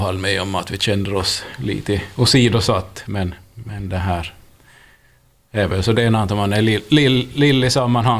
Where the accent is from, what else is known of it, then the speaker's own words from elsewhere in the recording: Pensala, Ostrobothnia, Finland; jag är nog infödd Pensalbo